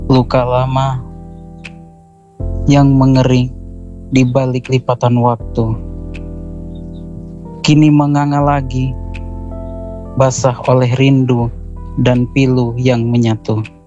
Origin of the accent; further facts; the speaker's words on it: Indonesia; kampung aku, namanya Lubuk Sawah.